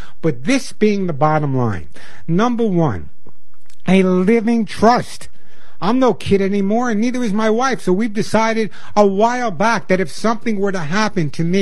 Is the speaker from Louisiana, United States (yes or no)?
no; New York, United States; accent: New York